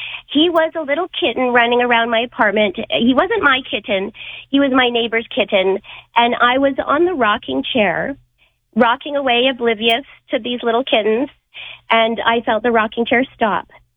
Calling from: Edmonton, Alberta, Canada; I'm calling from Edmonton, Alberta.

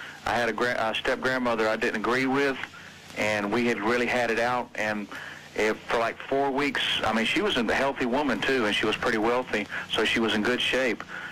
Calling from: Atlanta, Georgia, United States; from Atlanta.

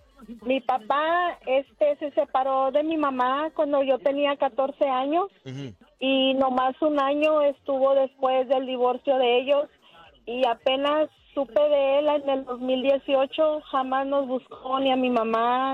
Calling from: Chihuahua, Mexico; yo soy del estado de Chihuahua

